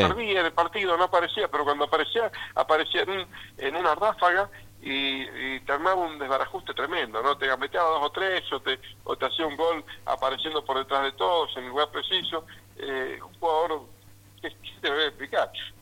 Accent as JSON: {"language": "Spanish", "country": "Argentina", "said": "a nosotros como argentinos"}